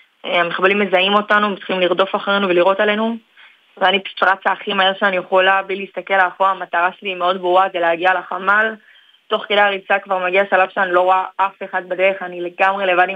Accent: Jerusalem, Jerusalem District, Israel; אני בת 23 מירושלים.

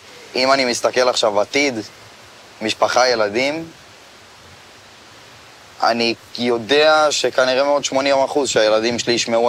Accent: Kiryat Shmona, Northern District, Israel; גם ככה היינו תמיד כאילו איזה עיר קטנה כזאת שאין בה יותר מדי

